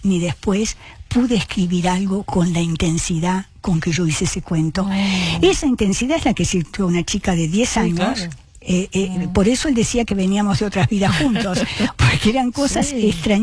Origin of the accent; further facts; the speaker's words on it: Cuba; Yo soy cubano, soy abogado, yo no.